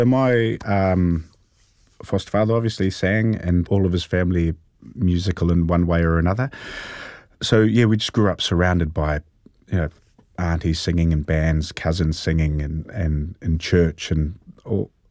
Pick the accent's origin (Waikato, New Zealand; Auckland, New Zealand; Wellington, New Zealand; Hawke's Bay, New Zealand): Hawke's Bay, New Zealand; Hastings; I grew up in Hastings.